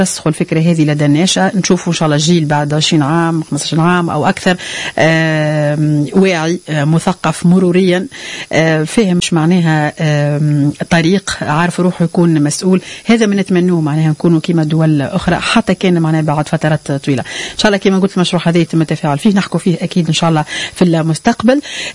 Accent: Tunisia

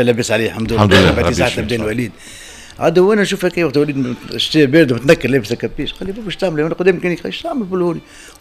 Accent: Tunisia; انا اخي تونسي ولد الشعب

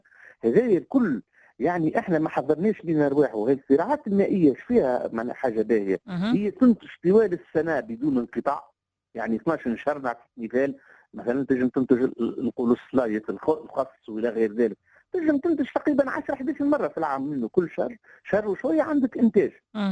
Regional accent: Tunisia; راهو كان عندنا في تونس في ال 20 سنه التالية كانت موجود

